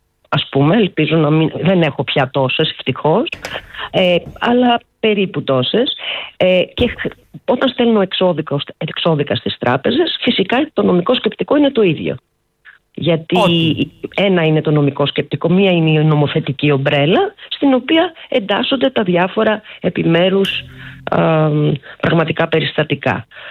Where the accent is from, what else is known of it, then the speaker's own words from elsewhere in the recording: Greece; για εμάς που είμαστε Έλληνες